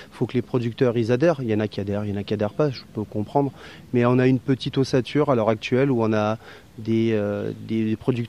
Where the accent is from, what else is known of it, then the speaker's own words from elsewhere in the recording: Brignoles, Provence-Alpes-Côte d'Azur, France; also born or lived in La Celle; je suis né à Brignoles, je suis à côté. J'ai habité pendant 25 ans à la Selle, à 500 mètres d'ici.